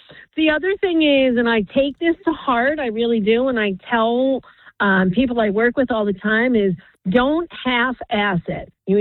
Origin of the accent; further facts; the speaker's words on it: Basking Ridge, New Jersey, United States; we grew up in Basking Ridge